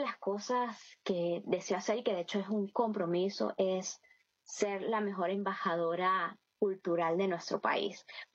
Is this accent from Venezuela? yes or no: yes; Venezuela; darles la mejor imagen de lo que somos como venezolanos, lo que somos como ciudadanos